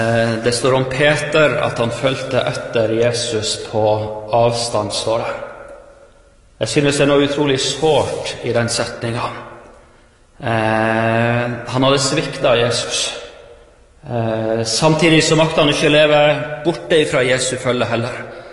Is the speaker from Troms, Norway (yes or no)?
yes; Troms, Norway; Jeg kommer fra Troms, hvor jeg er litt av bygd som heter Karvikhamn.